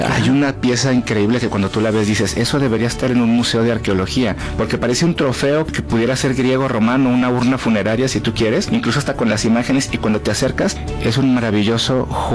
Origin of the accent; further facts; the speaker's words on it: Mexico; quizá muchas veces lo pensamos como mexicanos, pero no lo externamos, y es que el fútbol, el soccer, es parte de la cultura mexicana.